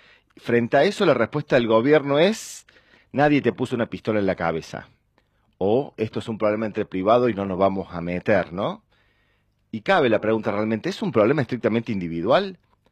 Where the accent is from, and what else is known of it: Argentina